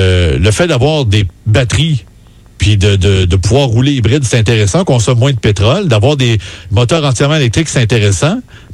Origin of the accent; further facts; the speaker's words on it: Quebec, Canada; On l'a chez nous au Québec.